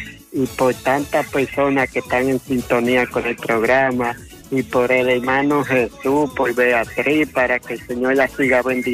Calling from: Cutupú, La Vega, Dominican Republic; desde Cutupú, La Vega.

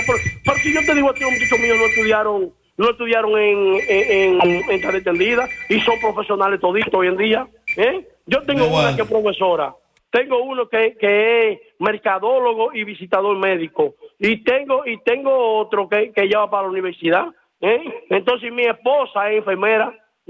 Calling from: Dominican Republic; de la comunidad de Quebrada Onda.

